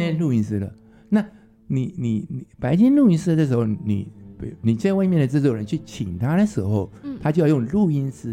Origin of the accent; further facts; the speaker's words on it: Taiwan; 我们台湾这边